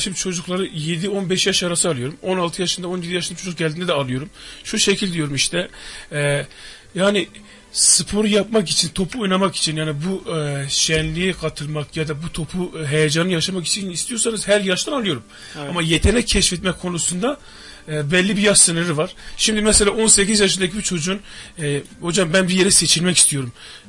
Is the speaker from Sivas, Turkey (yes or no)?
no; Doğubayazıt, Ağrı Province, Turkey; Keşke ben kendim Doğu Beyazlıyım. Ya yıllardır 20 yıldır spor yapmaya çalışmış bir sporun içindeyim.